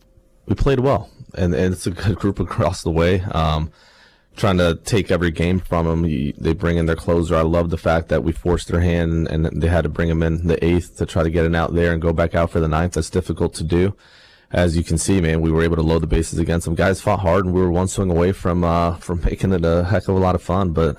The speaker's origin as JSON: {"language": "English", "town": "Miami", "region": "Florida", "country": "United States", "tie": "born or raised there", "said": "from where we grew up in Miami"}